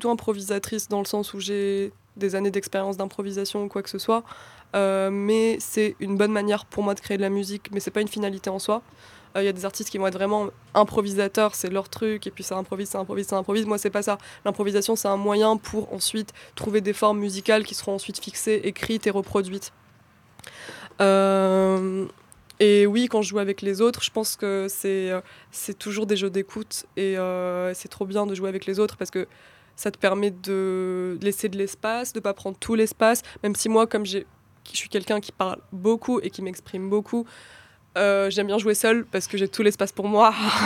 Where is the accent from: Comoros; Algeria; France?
Algeria; Kabylie; en mode coucou, moi aussi je suis kabyle